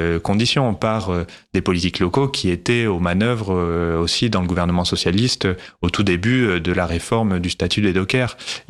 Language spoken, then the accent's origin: French; Auvergne-Rhône-Alpes, France; Moi, je viens du Cantal, du coup, d'un environnement rural... d'une classe moyenne